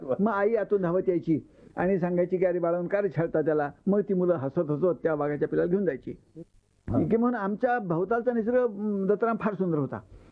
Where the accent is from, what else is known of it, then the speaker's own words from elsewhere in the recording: Paratwada, Maharashtra, India; तिथे आणून रोपली होती त्या परतवाड्याच्या त्या सिव्हिल लाईन्समध्ये. आणि ही सगळी झाडं पाहत निहाळीत असं माझं बालपण गेलं.